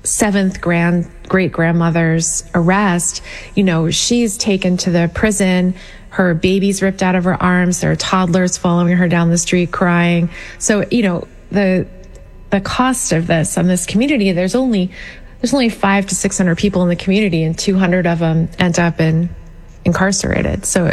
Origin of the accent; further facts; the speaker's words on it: Pennsylvania, United States; I was talking with your producer who's from West Virginia and I'm from Pennsylvania.